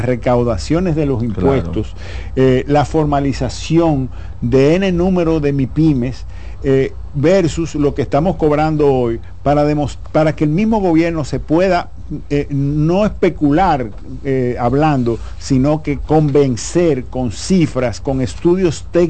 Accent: Dominican Republic; nosotros como República Dominicana, un país subdesarrollado, en vías de desarrollo, tiene una ventaja.

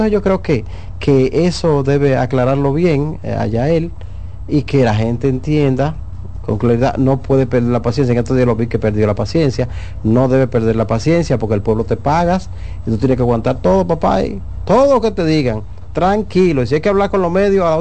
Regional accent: Dominican Republic

